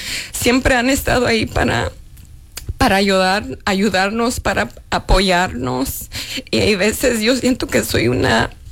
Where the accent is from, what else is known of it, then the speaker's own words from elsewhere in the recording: Los Angeles, California, United States; born there; Yo nací en Los Ángeles, California.